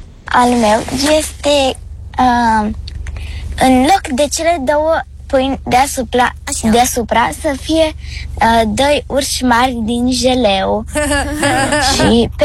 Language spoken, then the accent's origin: Romanian; Bucharest, Romania; din București, am 12 ani